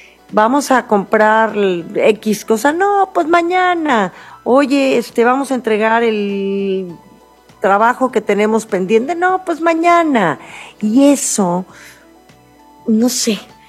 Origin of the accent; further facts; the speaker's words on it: Mexico; Sí, así somos. Así somos los mexicanos.